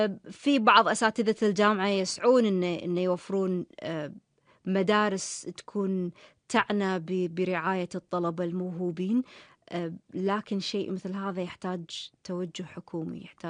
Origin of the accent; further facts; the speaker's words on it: Kuwait; طبعا هذه ما تصير عندنا بالكويت